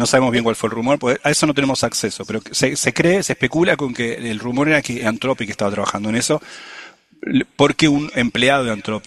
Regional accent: Argentina; yo como argentino uso un solo apellido

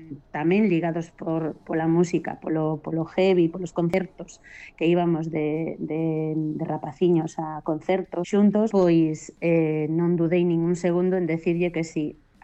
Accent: Santiago de Compostela, Galicia, Spain; now in Redondela, Spain; aquí onde vivo agora, en Redondela, porque eu son de Compostela, pero fai 19 anos que estou vivindo en Redondela

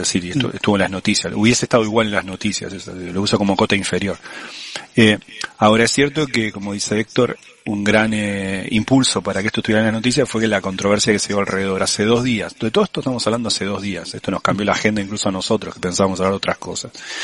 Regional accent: Argentina; porque yo como argentino uso un solo apellido

